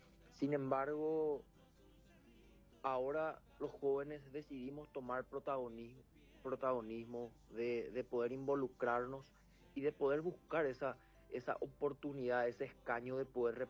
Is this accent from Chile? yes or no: no; Coronel Oviedo, Caaguazú, Paraguay; nosotros somos paraguayos, somos obetenses